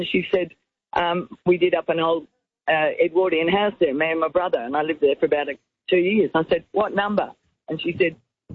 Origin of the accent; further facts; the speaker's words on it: Beaumaris, Victoria, Australia; I said, we were brought up in Beaumaris. So we know the same people, went